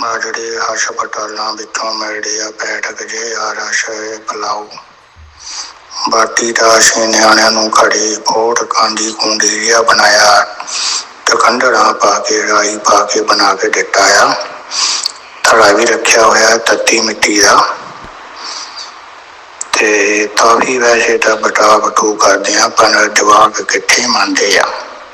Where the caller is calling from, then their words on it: Chandigarh, India; ਮੈਂ ਚੰਡੀਗੜ੍ਹ ਤੋਂ।